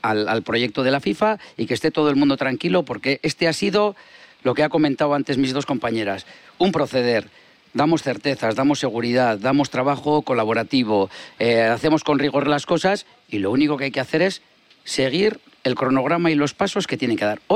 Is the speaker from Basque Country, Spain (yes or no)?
yes; Basque Country, Spain; cómo somos los vascos, las vascas, los vizcaínos, las vizcaínas, los bilbaínos, las bilbaínas